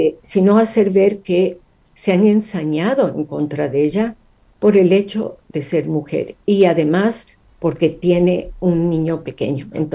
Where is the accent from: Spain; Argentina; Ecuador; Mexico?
Ecuador; now in United States; yo ahora vivo en Estados Unidos, pero yo deseo volver a mi país.